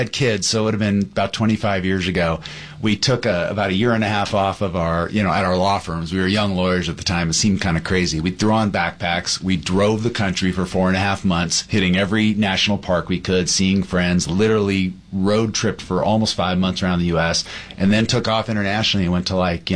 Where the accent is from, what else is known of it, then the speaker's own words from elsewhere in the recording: Diamond Bar, California, United States; now in Venice Beach, United States; California. I grew up in the San Gabriel Valley in Walnut Diamond Bar. Okay. I'm Diamond Bar class of 92. Went to SC and I've lived in Venice Beach for 30 years.